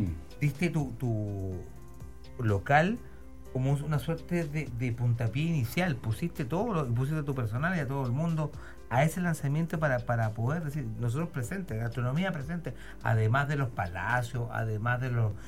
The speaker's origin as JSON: {"language": "Spanish", "town": "Viña del Mar", "region": "Valparaíso", "country": "Chile", "said": "tanto los que somos de Viña"}